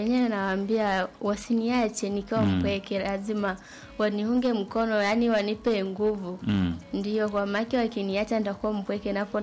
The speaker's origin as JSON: {"language": "Swahili", "region": "Mara", "country": "Tanzania", "moved": "yes", "said": "Mimi ni mwenyeji wa Msoma vijijini kule, yani uko unaelekea pande za Majita kule, kama mnapajua sehemu za Maneke."}